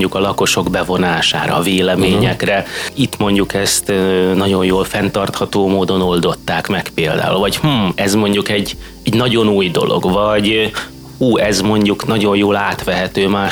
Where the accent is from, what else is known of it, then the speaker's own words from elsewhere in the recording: Cegléd, Pest, Hungary; Cegléden kívül, ami szülővárosom, és itt lakom